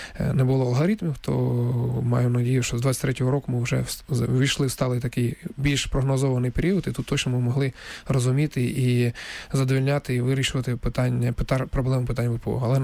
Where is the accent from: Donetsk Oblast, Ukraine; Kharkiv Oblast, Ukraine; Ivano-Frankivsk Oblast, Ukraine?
Donetsk Oblast, Ukraine; Donetsk; тому що дійсно я сам з Донецька